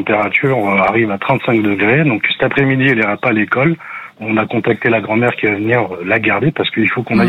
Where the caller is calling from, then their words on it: Montreuil, Île-de-France, France; je vous appelle de Montreuil.